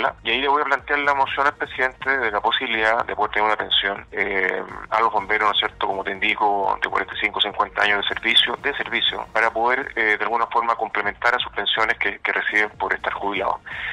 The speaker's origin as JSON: {"language": "Spanish", "town": "Rancagua", "region": "O'Higgins", "country": "Chile", "said": "Nunca olvido que vengo de la región de O'Higgins, de Puerto Montt, de Rancagua"}